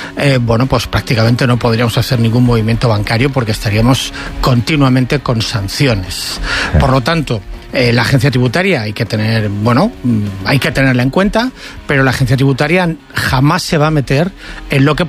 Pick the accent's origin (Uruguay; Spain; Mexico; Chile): Spain; Valencia, Valencian Community; al contrario, estoy en Radio Valencia, vale, en mi ciudad natal, en Valencia.